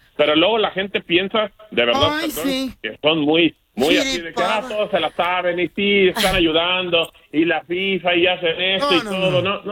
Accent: Mexico; que debemos de entender como mexicanos

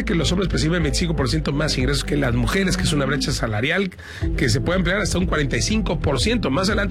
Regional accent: Mexico; creen que soy gringo, ¿no? Que soy norteamericano. Y yo le digo, no, soy mexicano.

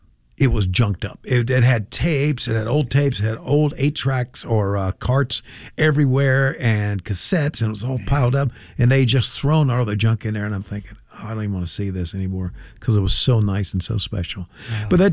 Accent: Virginia, United States; I grew up in Virginia, and I was a wrestling fan for many, many, many years

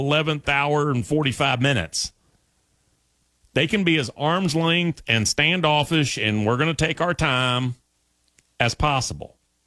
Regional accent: Tampa, Florida, United States; possibly because I'm from Tampa and I got stuff to do.

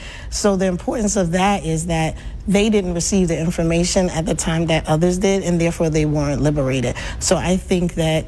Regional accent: New York City, New York, United States; moved away as an adult; I'm originally from Brooklyn, where in New York City, we celebrate a number of things that connect us as a people.

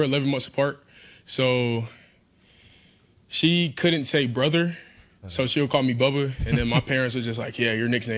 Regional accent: the South, United States; moved away as an adult; now in West Virginia, United States; I'm from the South, so like, you know, it don't get cold down there.

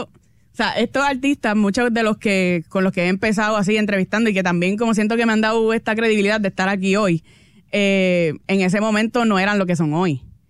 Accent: Puerto Rico; moved away as an adult; now in Miami, United States; Mira, no, yo me crié en Puerto Rico toda mi vida.

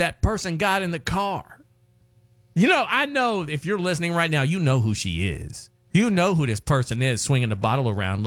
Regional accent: Charleston, West Virginia, United States; I will say this, it did happen in St. Albans, West Virginia. My hometown is Charleston.

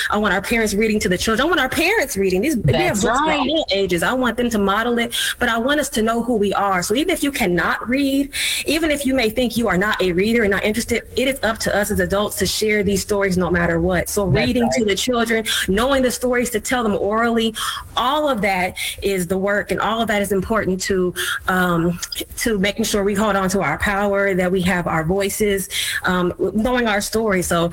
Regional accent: Indiana, United States; I mean, we're crossing borders. We're from Indiana.

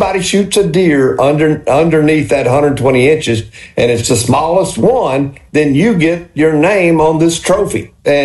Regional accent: Mississippi, United States; I grew up in Walthall County on a farm

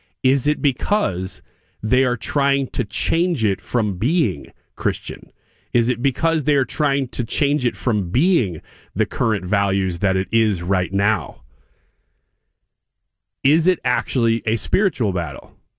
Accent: United States; growing up in America

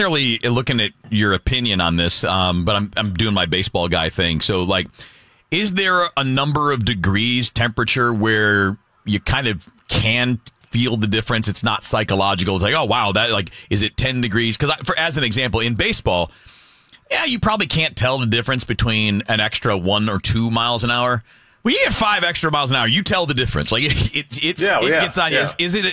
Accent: Michigan, United States; moved away; I grew up in Michigan. I went to college in Miami.

